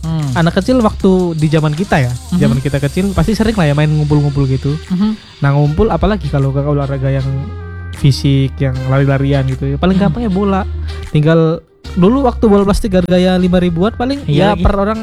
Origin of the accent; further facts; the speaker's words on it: Gresik, East Java, Indonesia; Aku gede di Gresik